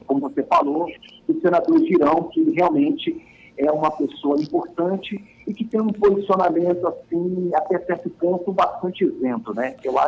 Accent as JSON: {"language": "Portuguese", "region": "Minas Gerais", "country": "Brazil", "tie": "born there", "also_born_or_lived": "São Paulo / Rio de Janeiro", "moved": "as an adult", "lives_now": "Brasília, Brazil", "said": "Eu sou de São Paulo, me criei, porém me criei no Rio, né? Toda a minha criação foi em Minas Gerais, no sul de Minas, e depois eu vim para Brasília em busca de novos ares, né?"}